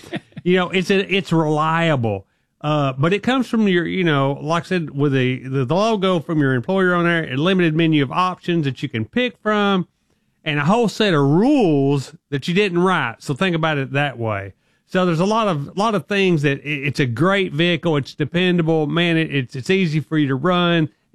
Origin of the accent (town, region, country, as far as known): Alabama, United States